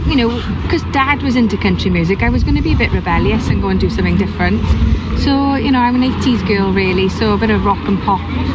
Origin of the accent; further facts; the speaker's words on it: Wales, United Kingdom; it was about my family and growing up in South Wales.